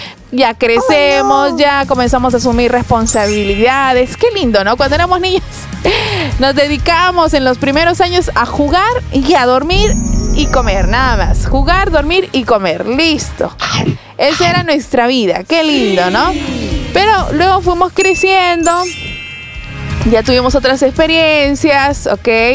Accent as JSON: {"language": "Spanish", "town": "Chimbote", "region": "Ancash", "country": "Peru", "tie": "born there", "moved": "yes", "lives_now": "Lima, Peru"}